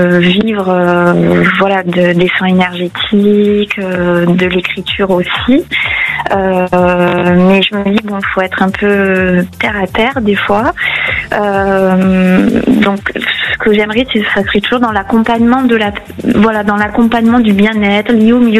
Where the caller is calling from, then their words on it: Montpellier, Occitanie, France; De Montpellier.